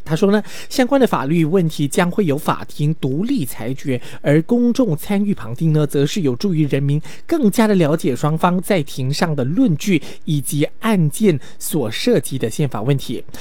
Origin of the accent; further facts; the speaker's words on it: Sabah, Malaysia; 这一个属于我们沙巴人针对沙巴40%净税收特别拨款课题的这一个上诉了